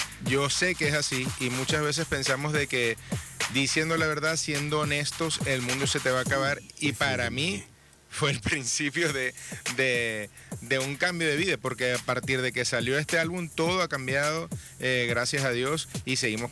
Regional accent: Venezuela

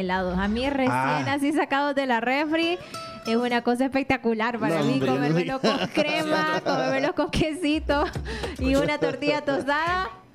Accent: Santa Ana, El Salvador; es una de las cosas que nos caracterizan pues como santanecos y como salvadoreños.

